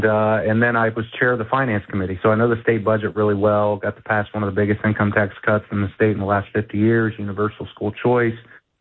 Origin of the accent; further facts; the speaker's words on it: Ohio, United States; I grew up in Southeast Ohio. I grew up in a rural, very rural area and often part overlooked part of the state, a place that, 100 years ago used to be very thriving with coal mines and manufacturing.